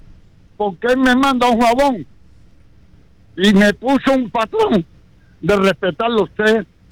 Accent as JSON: {"language": "Spanish", "country": "Cuba", "tie": "born or raised there", "moved": "as an adult", "lives_now": "United States", "said": "mi isla, a donde yo nací"}